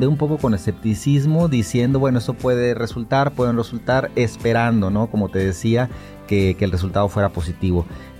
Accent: Tuxtla Gutiérrez, Chiapas, Mexico; moved away as an adult; also born or lived in Xalapa, Veracruz; now in United States; Soy originario de Tuxtla Gutiérrez, Chiapas, donde me eduqué, me formé, hice mis primeros estudios. La licenciatura la estudié en la Universidad Veracruzana, en Jalapa.

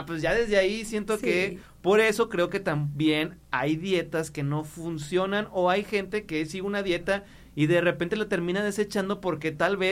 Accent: Mexico

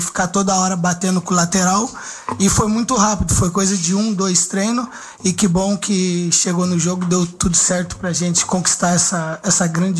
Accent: Brazil; eu sou brasileiro, eu saí daqui em alto nível

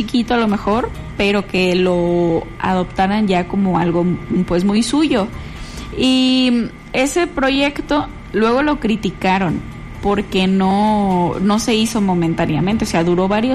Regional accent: Mexico; fue la unión como mexicanos.

